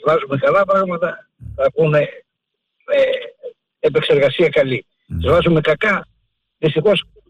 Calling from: Petroupoli, Attica, Greece; από Πετρούπολη.

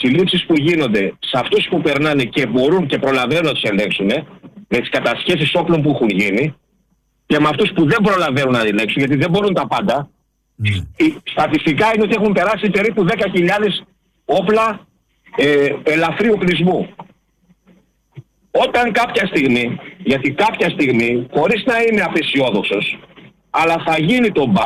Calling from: Greece

